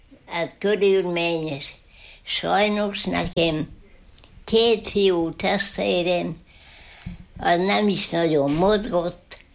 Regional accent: Parád, Heves, Hungary; Én itt születtem.

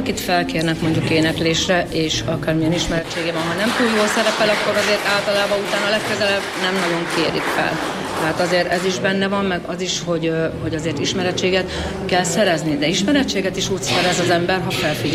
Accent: Miskolc, Borsod-Abaúj-Zemplén, Hungary; Amúgy miskolci vagyok, tehát én az egyetlen tag vagyok, aki miskolci.

